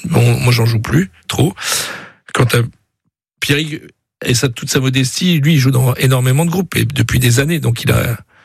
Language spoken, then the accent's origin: French; Brittany, France; On est des Bretons qui font de la musique, donc on peut dire que c'est de la musique bretonne.